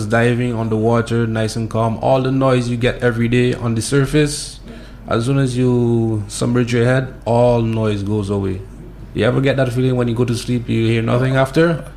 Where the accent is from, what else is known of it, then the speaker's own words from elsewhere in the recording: Grenadines, St. Vincent & Grenadines; now in Dominica; Yeah, that's where I'm from. That's where I reborn and raised. So I've been growing up there all my life